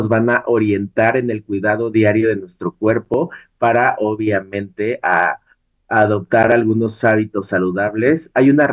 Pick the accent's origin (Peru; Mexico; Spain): Mexico; tenemos que sentirnos orgullosos de nuestro país, de nuestras tradiciones, pero también de nuestro talento mexicano.